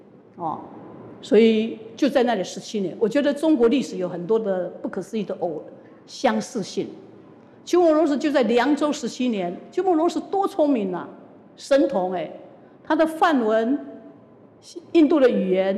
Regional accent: Yilan, Yilan County, Taiwan; 雷音寺每年的一个弥陀圣诞是我们宜兰人的嘉年华会，宜兰人快要沸腾了。

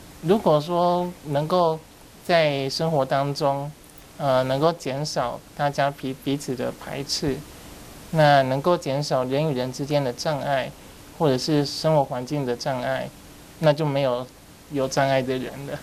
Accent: Nantou County, Taiwan; born there; 因为我们是南投人哈

